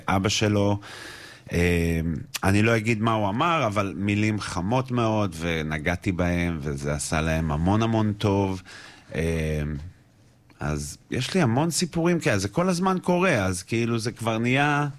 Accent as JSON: {"language": "Hebrew", "town": "Jerusalem", "region": "Jerusalem District", "country": "Israel", "said": "אני מירושלים. אני אבא לארבעה ילדים."}